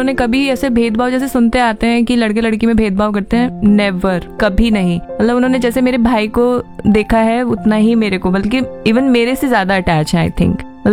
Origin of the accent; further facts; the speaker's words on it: Kanpur, Uttar Pradesh, India; मैं कानपुर की ही पली बड़ी हूँ।